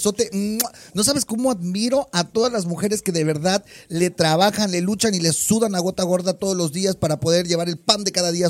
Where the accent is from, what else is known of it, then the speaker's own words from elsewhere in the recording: Mexico; soy mexicano